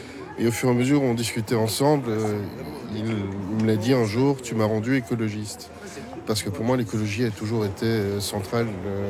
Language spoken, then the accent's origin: French; Madagascar; J'ai grandi aussi à Madagascar. À Madagascar, il y a eu des moments de pollution extrême à certains endroits